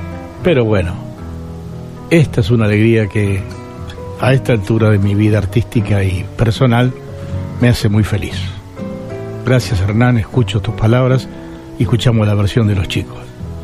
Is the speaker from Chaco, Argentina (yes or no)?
no; Tres Arroyos, Buenos Aires Province, Argentina; now in Buenos Aires, Argentina